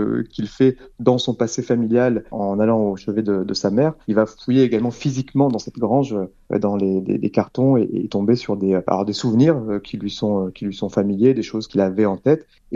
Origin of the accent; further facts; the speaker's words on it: Nouvelle-Aquitaine, France; j'ai grandi dans la Creuse